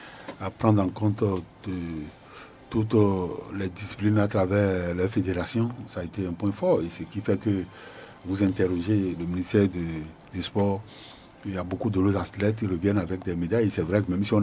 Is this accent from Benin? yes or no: yes; Savalou, Collines, Benin; moved away; chez moi à Savalou